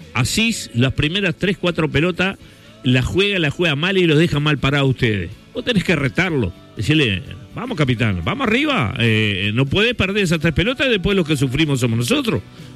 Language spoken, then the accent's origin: Spanish; Melo, Cerro Largo, Uruguay